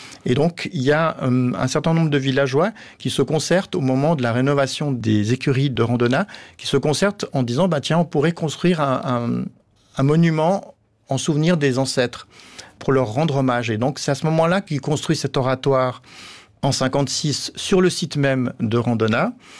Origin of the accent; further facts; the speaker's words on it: Valais, Switzerland; Moi-même, je suis valaisan